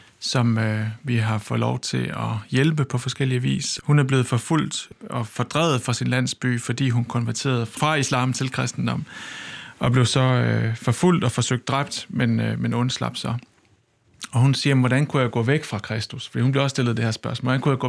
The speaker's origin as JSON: {"language": "Danish", "country": "Somalia", "said": "Anerkendt for den, jeg er. Som kvinde, som somalier, som menneske."}